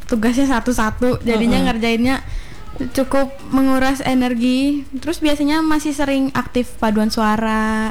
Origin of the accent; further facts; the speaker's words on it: Palangkaraya, Central Kalimantan, Indonesia; Aku dari Palangkaraya aja.